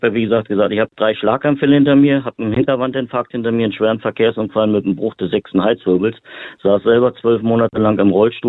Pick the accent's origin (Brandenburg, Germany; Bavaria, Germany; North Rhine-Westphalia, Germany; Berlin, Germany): Berlin, Germany; ich komme aus Berlin